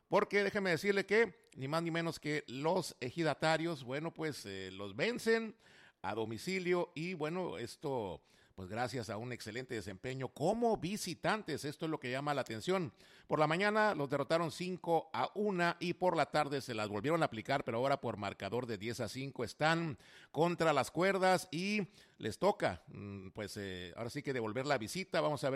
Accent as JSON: {"language": "Spanish", "town": "Monterrey", "region": "Nuevo León", "country": "Mexico", "tie": "born or raised there", "moved": "yes", "said": "allá en mi tierra natal, en el bello Monterrey"}